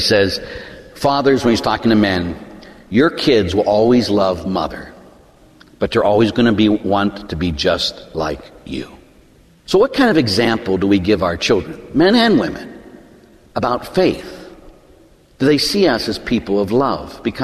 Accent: Pittsburgh, Pennsylvania, United States; I grew up in Pittsburgh

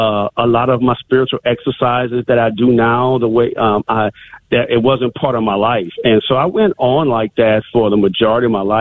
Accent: Louisiana, United States; many times when I was a kid, I would remember her growing up in Louisiana.

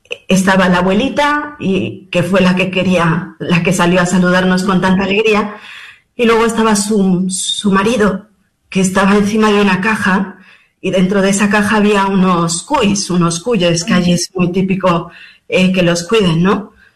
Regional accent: Mexico; Cuando mis padres, bueno, nosotros, como bien comentaste, somos mexicanos, uh-huh.

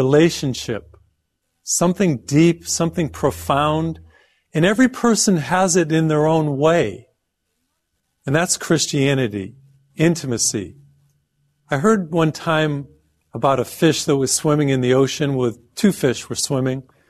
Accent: Massachusetts, United States; I grew up in Massachusetts, and we would have some of the coldest winters.

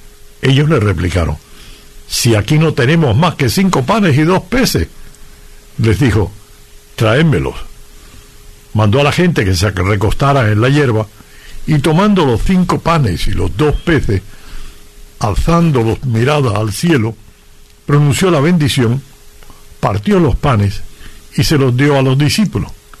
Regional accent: Cuba; moved away; No, en Cuba ya una vez que salí de Cuba.

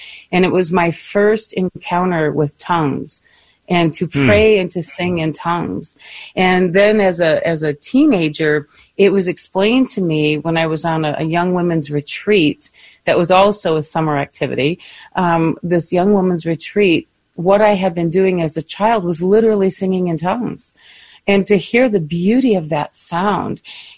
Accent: Michigan, United States; born or raised there

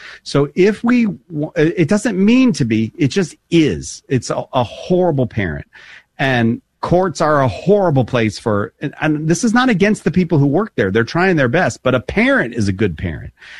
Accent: Boston, Massachusetts, United States; You know, as an Irish Catholic, Boston Irish Catholic family, we showed emotion as well.

